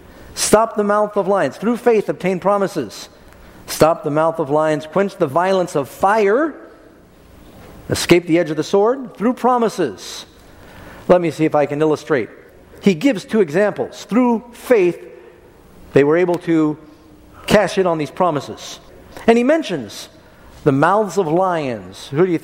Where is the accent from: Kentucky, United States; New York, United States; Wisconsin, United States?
New York, United States; New York City; I remember I grew up in New York City, and first time I read chaff in the Bible, I had no idea what that was.